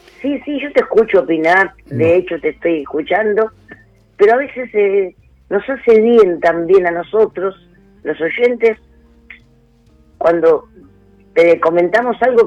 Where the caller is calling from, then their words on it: Buenos Aires, Argentina; de Villa Urquiza.